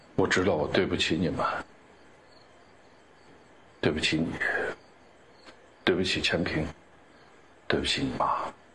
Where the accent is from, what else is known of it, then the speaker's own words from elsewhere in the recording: China; 对人家的承诺没有兑现，人家是看到我们中国人，我们中国人没有给他兑现。